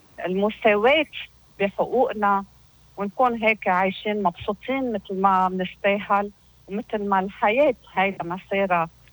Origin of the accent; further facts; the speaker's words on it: Lebanon; نحن كمواطنين لبنانيين